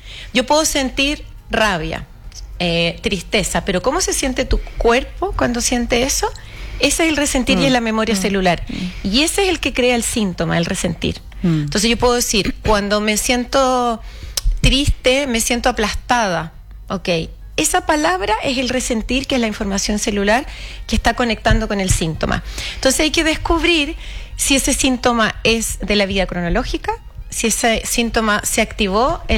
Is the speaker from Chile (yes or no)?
yes; Chile; que somos los chilenos